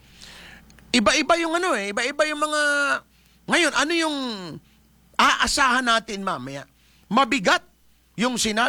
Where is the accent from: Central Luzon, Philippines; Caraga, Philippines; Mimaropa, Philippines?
Mimaropa, Philippines; dito din sa amin sa Palawan